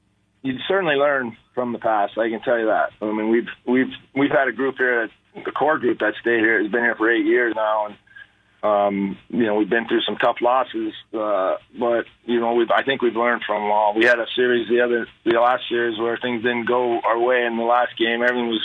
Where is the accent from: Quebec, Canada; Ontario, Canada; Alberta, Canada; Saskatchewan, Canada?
Ontario, Canada; Ottawa; born there; I was born in Ottawa. I didn't spend any time there.